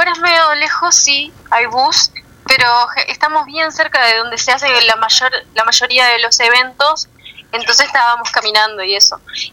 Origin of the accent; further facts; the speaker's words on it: Tacuarembó, Uruguay; que somos de Tacuarembó, no es que somos de la capital